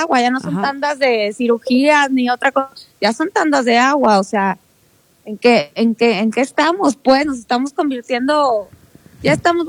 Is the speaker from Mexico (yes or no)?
yes; Mexico; lo ignoré como buena mexicana.